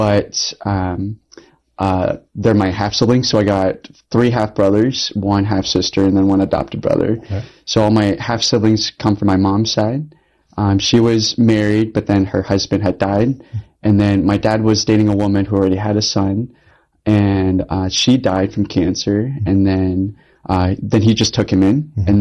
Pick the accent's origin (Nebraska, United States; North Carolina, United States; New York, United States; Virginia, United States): Nebraska, United States; Lincoln; born there; I was the only one born in Lincoln. Everybody else was born in Vietnam, or my adopted brother was from California. And now, three of us live in Lincoln, two in Texas, and one in Florida.